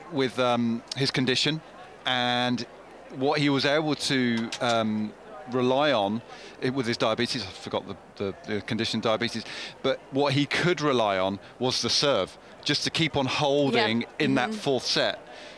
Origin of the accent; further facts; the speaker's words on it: United Kingdom; being a Brit, of course I want Ferry to win.